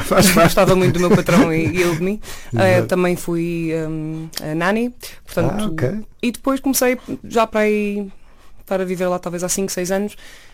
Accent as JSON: {"language": "Portuguese", "town": "Massamá", "region": "Lisbon", "country": "Portugal", "tie": "born or raised there", "moved": "as an adult", "lives_now": "London, United Kingdom", "said": "E depois vivi a minha vida basicamente nos subúrbios, ali na linha de Sintra, que é onde eu cresci, ali em Massamá. Como é óbvio, um contacto sempre muito próximo a Lisboa, entre Massamá, que é a luz, e Lisboa, era um bocado o meu universo."}